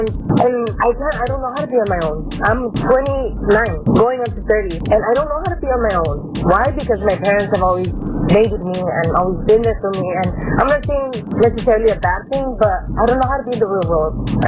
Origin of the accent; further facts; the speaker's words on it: Los Angeles, California, United States; I'm from South Central.